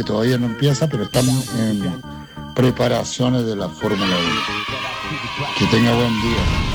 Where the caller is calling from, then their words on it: Montreal, Quebec, Canada; Acá reportándome, usted sabe, le hablo de Montreal.